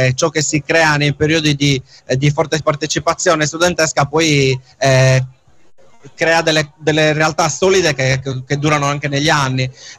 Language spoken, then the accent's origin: Italian; Cagliari, Sardinia, Italy; accent: Cagliaritano; il nostro accento cagliaritano ci tradisce.